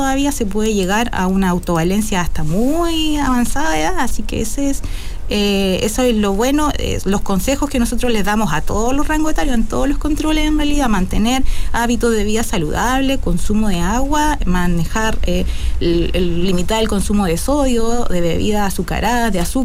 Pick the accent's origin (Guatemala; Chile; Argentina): Chile